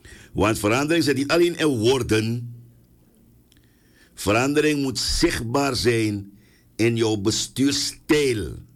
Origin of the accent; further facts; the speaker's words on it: Suriname; Tuurlijk zijn we allemaal Surinamers.